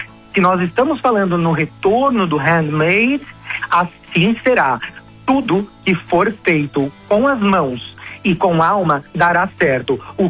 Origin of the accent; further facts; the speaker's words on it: Brazil; eu sou brasileiro